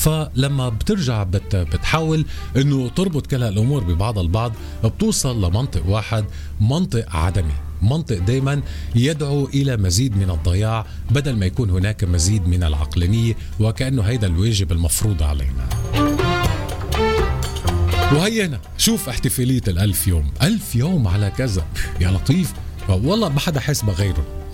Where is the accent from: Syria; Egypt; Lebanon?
Lebanon; عندنا بلبنان